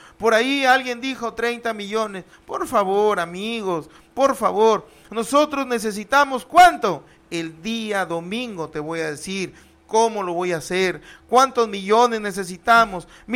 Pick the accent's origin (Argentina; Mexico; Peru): Peru; Tucumé, Lambayeque; Yo lo digo porque soy de Tucumán. Yo lo digo porque mi caserío tampoco tiene agua.